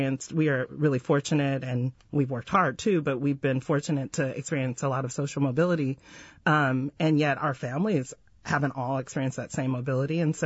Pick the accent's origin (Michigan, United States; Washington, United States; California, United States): California, United States; Sacramento; also born or lived in Fresno / Bakersfield; So I grew up mostly in Sacramento, but I also spent a lot of time growing up in Fresno and in Bakersfield.